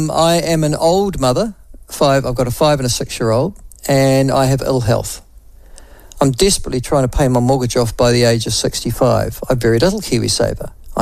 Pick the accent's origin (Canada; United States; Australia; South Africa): Australia; And I am from Australia, says Anthony.